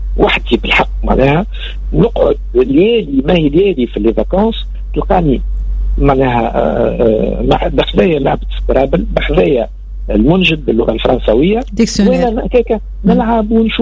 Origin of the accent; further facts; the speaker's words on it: Tunisia; عندنا في تونس